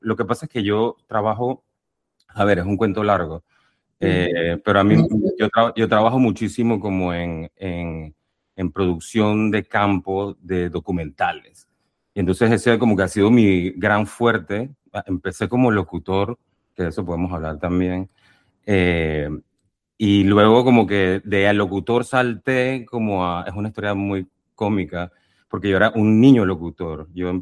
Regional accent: Panama; Yo vengo de Panamá

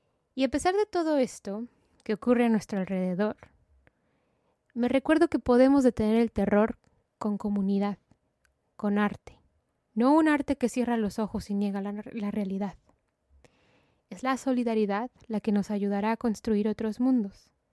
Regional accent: Mexico; muchos de ustedes saben que soy mexicana. Nací y crecí en México.

